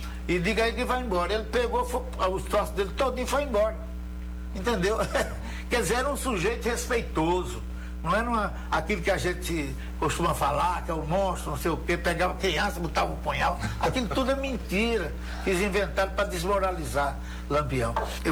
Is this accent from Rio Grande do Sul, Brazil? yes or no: no; Taperoá, Paraíba, Brazil; eu na minha terra em Itaperuá